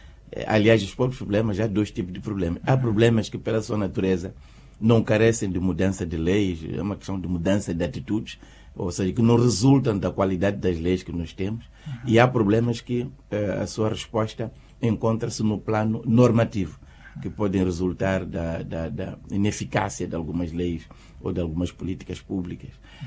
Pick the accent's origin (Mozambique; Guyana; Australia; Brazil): Mozambique; todos nós, como moçambicanos, através do exercício da nossa participação, chamamos a nossa consciência individual e coletiva sobre a necessidade de abandonarmos aquilo que era uma tentativa que estava a se criar de uma cultura estranha à cultura dos moçambicanos